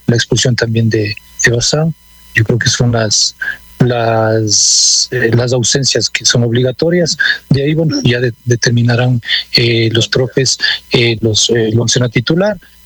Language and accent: Spanish; Riobamba, Chimborazo, Ecuador; moved away; yo soy de Riobamba